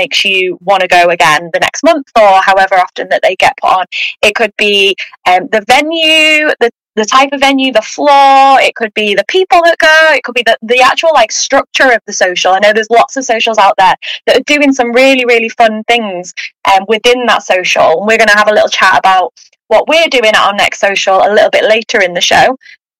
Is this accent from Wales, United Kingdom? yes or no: yes; Wales, United Kingdom; You're going to my hometown, Indy. That's where I'm from. You're literally going to be like 2 doors down from where I grew up.